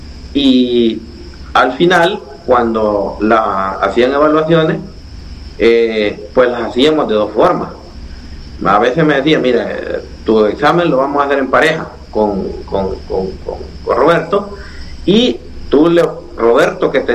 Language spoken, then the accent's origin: Spanish; Jucuapa, Usulután, El Salvador; born there; Luego en la Saúl Flores de Jucuapa, luego estudié en el bachillerato un general.